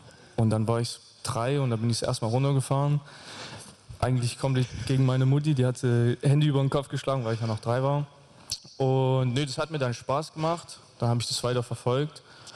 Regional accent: Zwickau, Saxony, Germany; Also ich komme aus Zwickau und in Zwickau gibt es die Plassebahn am Westsachsenstadion.

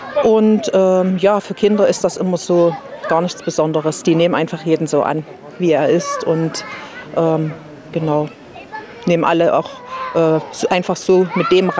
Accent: Bad Lausick, Saxony, Germany; Ich bin aus Bad Lausick

